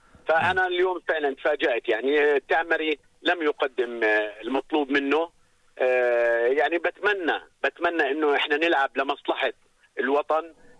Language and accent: Arabic; Jordan; إحنا كأردنيين